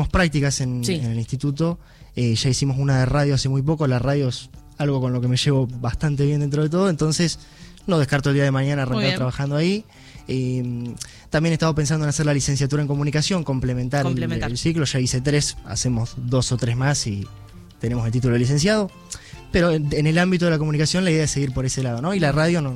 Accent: Bahía Blanca, Buenos Aires Province, Argentina; los que somos oriundos, seguro, de Bahía Blanca

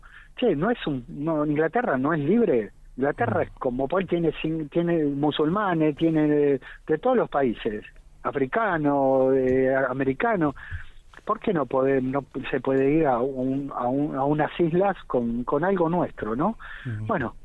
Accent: Argentina; cuando nosotros como argentinos no murió ningún kelper.

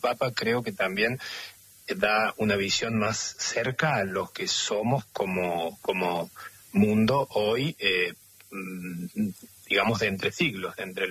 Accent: Córdoba, Argentina; Soy cordobés, en Buenos Aires la tengo más, la conozco

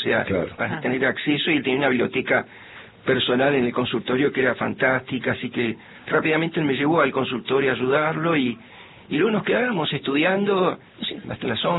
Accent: Mar del Plata, Buenos Aires Province, Argentina; Yo nací en La Plata. Mi familia se trasladó inmediatamente a Mar del Plata, ahí transcurrió mi niñez, mi adolescencia, egresé del Colegio Nacional Mariano Moreno de Mar del Plata

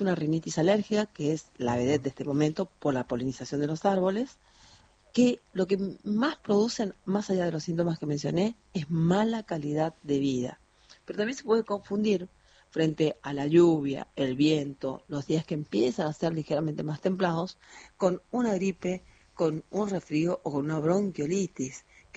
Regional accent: Bellavista, Corrientes, Argentina; born or raised there

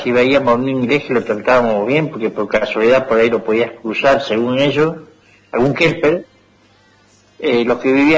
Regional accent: Morteros, Córdoba, Argentina; ¿de dónde sos? Y yo le digo, de Mortero.

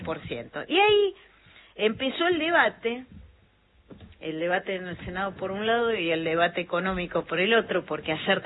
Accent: Argentina; Y que habla mucho de cómo somos los argentinos.

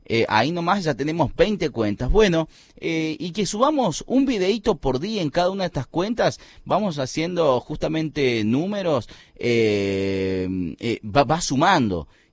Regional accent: Argentina

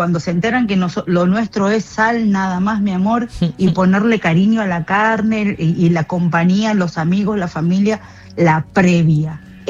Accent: Luis Guillón, Buenos Aires Province, Argentina; now in United States; nos hicimos una quinta atrás de la casa, hicimos una quinta como teníamos ahí en Luis Guillón, que somos de Luis Guillón.

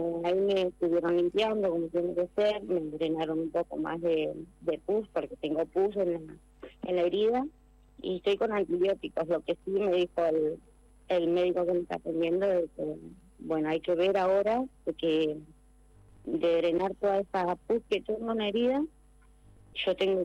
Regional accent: Loncopué, Neuquén, Argentina; agradecer a la gente de mi pueblo, porque yo no cuento con obra social, y pagar una consulta por ahí cuesta, pagar la medicación también cuesta, y ellos, desde acá de Loncopué, la mayoría de la gente me estaban ayudando

